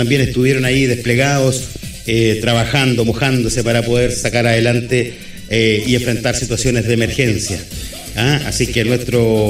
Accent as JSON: {"language": "Spanish", "town": "Longaví", "region": "Maule", "country": "Chile", "said": "Llegaron las fotos desde Viena con nuestra linda bandera de Longaví y la bandera de Chile."}